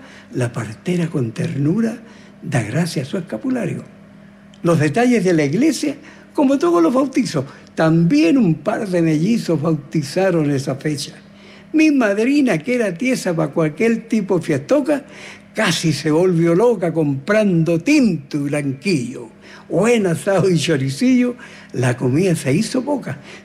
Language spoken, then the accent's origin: Spanish; Curacaví, Santiago Metropolitan Region, Chile; born there; yo nací allá en Curacaví. En Curacaví para un 18 de septiembre.